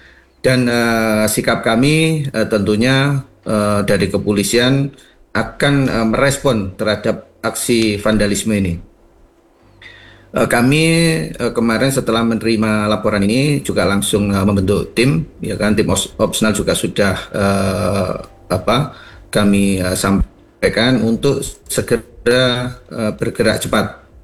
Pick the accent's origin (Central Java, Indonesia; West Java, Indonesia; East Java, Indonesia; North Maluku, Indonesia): East Java, Indonesia; Malang; Saya sendiri warga Kota Malang